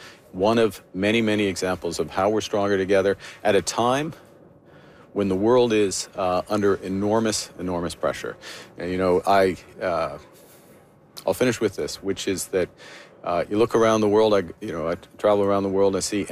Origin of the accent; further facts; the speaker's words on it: Canada; because we're Canadian, because we know we'll come together and we'll work to find a better way.